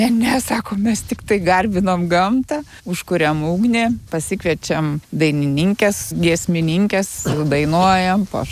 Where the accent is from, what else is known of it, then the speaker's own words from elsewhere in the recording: Vilnius, Vilnius County, Lithuania; moved away as an adult; Tai mes pabėgom iš Vilniaus. Vyras iš Kauno, aš iš Vilniaus, bet visą laiką Vilniuje gyvenom ir dirbom.